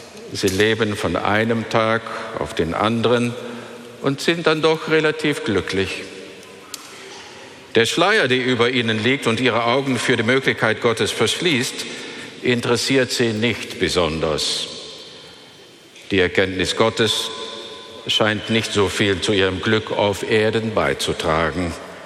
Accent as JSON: {"language": "German", "country": "Netherlands", "said": "ich bin ja Niederländer"}